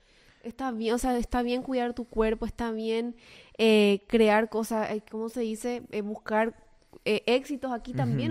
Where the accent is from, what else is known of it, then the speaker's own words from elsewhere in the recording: Paraguay; moved away as an adult; now in United States; toda mi familia, toda mi tierra, todos están en Paraguay.